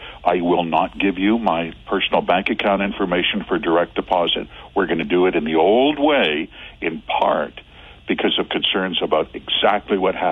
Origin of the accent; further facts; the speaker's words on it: Canada; we're Canadian.